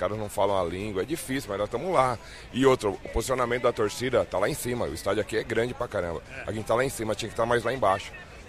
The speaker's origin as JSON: {"language": "Portuguese", "town": "Cotia", "region": "São Paulo", "country": "Brazil", "said": "Eu sou de São Paulo."}